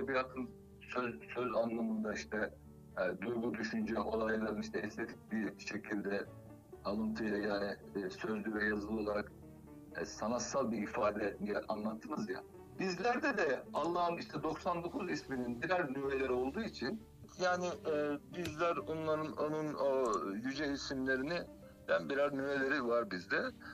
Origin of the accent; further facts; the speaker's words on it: Sakarya, Turkey; hatta tabii benim memleketim Sakarya, gelinim ben.